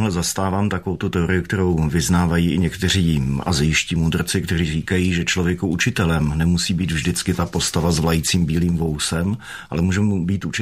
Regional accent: Tábor, South Bohemian Region, Czechia; zatímco dítě v Táboře mohlo vesele běhat, mohlo vesele lozit na stromy, mohlo vesele dovádět s klukovskou partou. Je to hezké město.

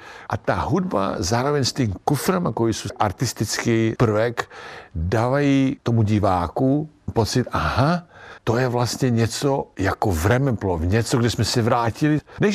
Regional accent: Serbia; now in Czech Republic; já jsem hrdý na to, že jsem Srb a stejně jsem hrdý, že mám české občanství.

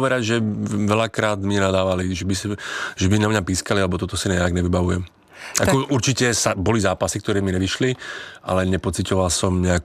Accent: Slovakia; now in Czech Republic

